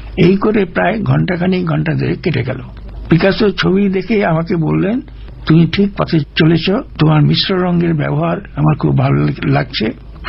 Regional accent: Kolkata, West Bengal, India; তা আমি বললাম যে দেখো আমি তো ভারতবর্ষের লোক। ওই ভারতবর্ষ তো মস্ত বড় দেশ, তো ভারতবর্ষ কোন অঞ্চলের লোক? তো আমি বললাম যে আমি কলকাতার লোক।

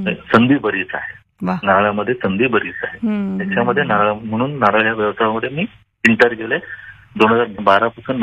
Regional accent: Mumbai, Maharashtra, India; moved away as an adult; मुळात मी मुंबईचाच आहे. 2011 मुंबई सोडून गावाकडे आलेलो आहे.

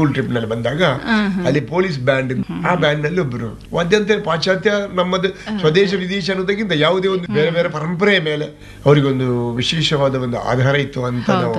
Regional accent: Bantwal, Karnataka, India; ಮೂಲತಃ ನಾನು ಬಾಣೆ ಮಂಗಳೂರಿನ ಹತ್ತಿರ ಬಂಟ್ವಾಳ ತಾಲೂಕಿನಲ್ಲಿ ಸಜಿಪ ಗ್ರಾಮ ಬರೀಕು ಗ್ರಾಮ, ಅಲ್ಲಿ ಯಾವುದೇ ಸೌಕರ್ಯಗಳಿಲ್ಲ.

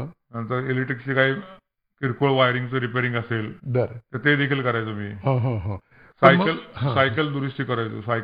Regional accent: Karad, Maharashtra, India; माझं बालपण कराडच्या 400 समोर पेठेतील पुसाळकरवाड्यामध्ये गेलं.

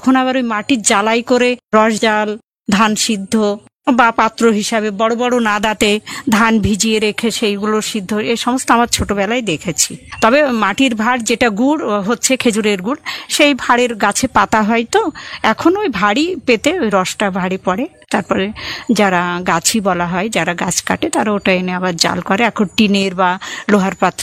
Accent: Asannagar, West Bengal, India; এই সমস্ত ছিল আমাদের আসাননগর। বিল এবং খাল বেষ্টিত এবং ঝোর বেষ্টিত, উত্তর এবং পশ্চিম দিক ঝোর বেষ্টিত।

